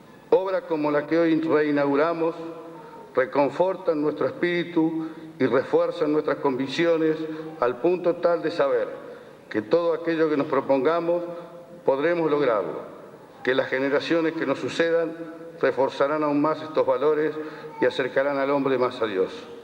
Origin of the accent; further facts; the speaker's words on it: Coronel Pringles, Buenos Aires Province, Argentina; mi pueblo de Coronel Pringles.